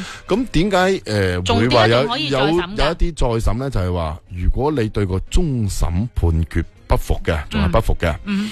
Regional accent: Guangdong, China; 我哋广东人最兴讲嗰句咧，话唔埋噶嘛。

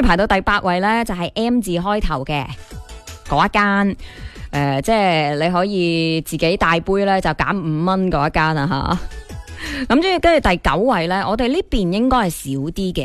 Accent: Guangdong, China; 我哋广东人口大省啦，消费大省啦，外贸大省啦

